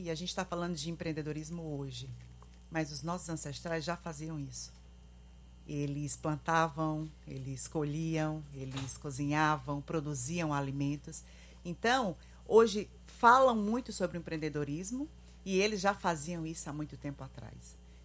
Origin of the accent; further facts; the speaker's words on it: Brazil; nasci no Bom Jardim, eu tenho 40 anos e moro lá.